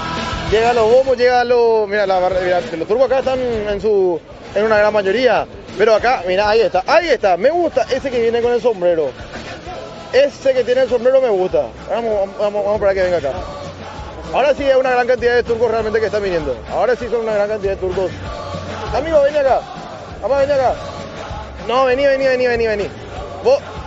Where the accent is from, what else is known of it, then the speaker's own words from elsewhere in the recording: Itá, Central, Paraguay; Yo soy de Ita.